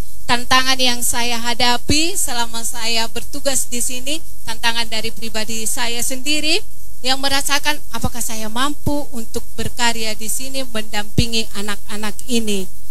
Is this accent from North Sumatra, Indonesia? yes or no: yes; North Sumatra, Indonesia; Saya dari Sumatera, orang Batak.